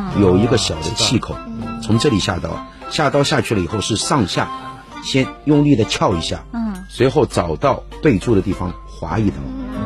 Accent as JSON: {"language": "Chinese", "country": "Taiwan", "said": "我们台湾人"}